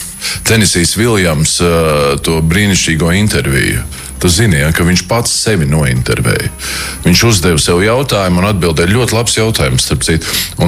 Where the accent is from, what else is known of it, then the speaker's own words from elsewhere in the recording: Latgale, Latvia; Jā, nu, es jau tā esmu pa pusē latgalietis, no tā pusē esmu latgalietis, un tāpēc man ļoti patīk dzidra, skaidra un tiešām tāda latgaliešu valoda, kādu es esmu dzirdējis bērnībā un kādu es pats runāju.